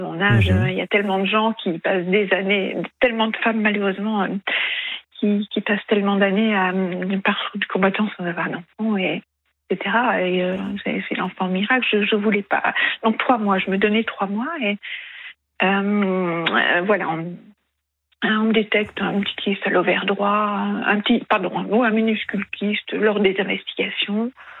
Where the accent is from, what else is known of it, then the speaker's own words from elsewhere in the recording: Hauts-de-France, France; Je suis native du Pas-de-Calais